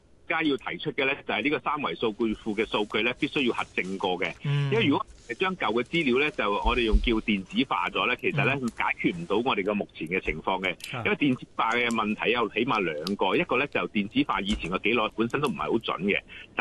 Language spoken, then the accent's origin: Cantonese; Hong Kong; 我哋本身香港人